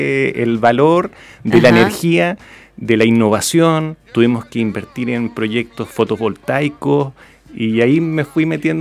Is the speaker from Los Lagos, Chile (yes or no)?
yes; Puerto Varas, Los Lagos, Chile; also born or lived in Los Muermos; Nací en Puerto Varas, uh-huh. Soy puertovarino. Me crié en el campo, pero toda la educación la hice en Puerto Varas y he vivido siempre, he dormido en Puerto Varas. Así como que durante el día hacía mi vida en Los Muermos, pero en la noche llegaba a dormir a Puerto Varas.